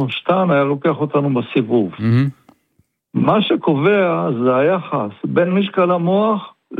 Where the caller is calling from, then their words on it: Ramat Gan, Tel Aviv District, Israel; אני מדבר מרמת גן המעצירה.